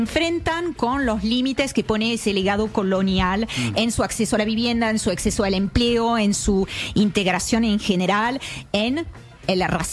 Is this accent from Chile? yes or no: no; France